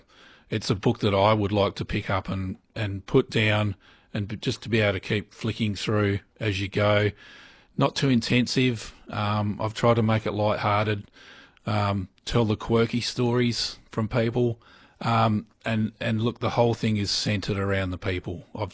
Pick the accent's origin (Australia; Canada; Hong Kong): Australia; Adelaide, South Australia; when I was growing up in Adelaide